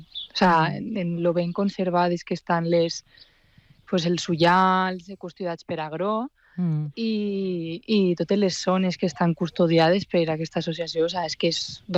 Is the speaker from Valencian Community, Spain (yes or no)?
yes; Valencian Community, Spain; jo que sóc de l'Horta Sud, tinc l'Albufera el més proper, sempre m'he criat ahí.